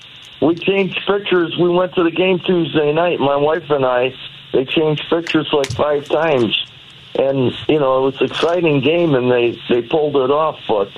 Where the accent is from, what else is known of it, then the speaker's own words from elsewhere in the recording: Brooklyn, New York, United States; I grew up in Brooklyn, as I said. I was born in Brooklyn, and my Italian grandfather went back to Italy when I was a 4-year-old